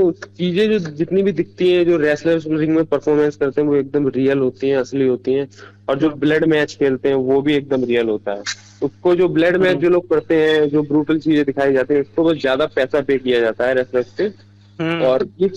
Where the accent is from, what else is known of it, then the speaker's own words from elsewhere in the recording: Bareilly, Uttar Pradesh, India; और मैं बरेली का रहने वाला हूँ।